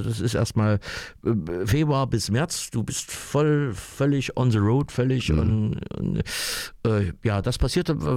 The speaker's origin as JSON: {"language": "German", "region": "eastern Germany", "country": "Germany", "said": "Ich als Ossi singe ein Lied von mir"}